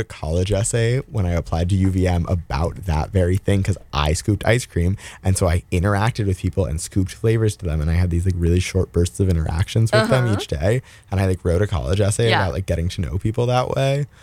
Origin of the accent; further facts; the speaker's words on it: Cleveland, Ohio, United States; I'm also from a lot of places, but I am truly from Cleveland, Ohio.